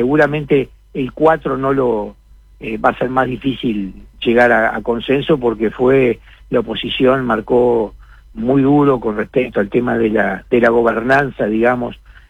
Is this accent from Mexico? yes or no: no; Uruguay; somos todos los uruguayos.